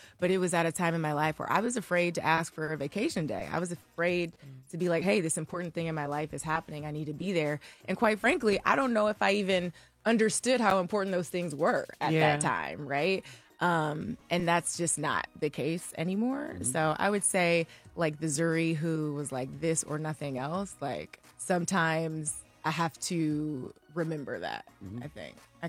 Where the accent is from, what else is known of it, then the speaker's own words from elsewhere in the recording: Toledo, Ohio, United States; But being from Ohio, growing up in Toledo, thank God my parents are still here and they're so present and active in my life.